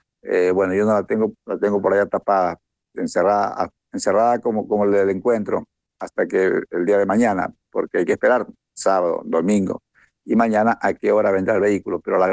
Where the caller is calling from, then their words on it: Manta, Manabí, Ecuador; como decimos en mi tierra, rayando el día